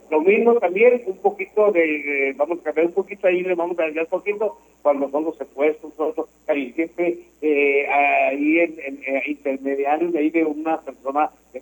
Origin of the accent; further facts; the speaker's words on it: Indé, Durango, Mexico; born there; nací en Indé, Durango.